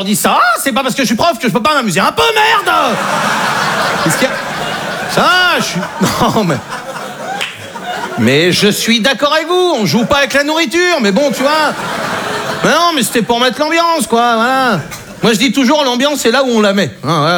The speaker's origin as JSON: {"language": "French", "region": "Brittany", "country": "France", "said": "je suis breton, j'ai 20 ans."}